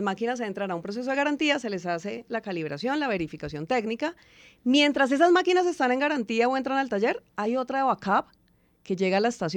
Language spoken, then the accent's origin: Spanish; Manizales, Caldas, Colombia; born there; Yo nací en Manizales, Caldas.